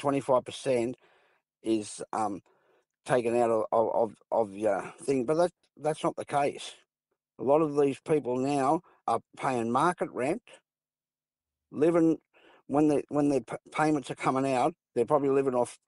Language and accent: English; Sydney, New South Wales, Australia; We grew up in South Sydney, Redfern All Blacks we played for, you know what I mean?